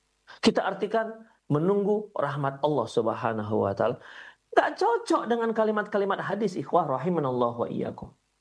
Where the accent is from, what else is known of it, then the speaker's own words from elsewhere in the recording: West Sumatra, Indonesia; Mereka terpesona, kalau bahasa kami orang Minang terperangah gitu.